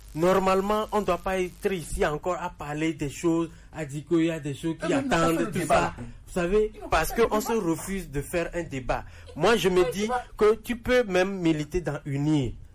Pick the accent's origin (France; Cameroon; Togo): Togo